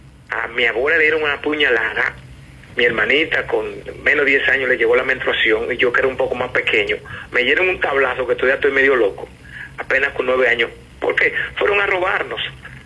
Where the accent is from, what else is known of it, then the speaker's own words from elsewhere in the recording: Dominican Republic; yo me crié en la Duarte.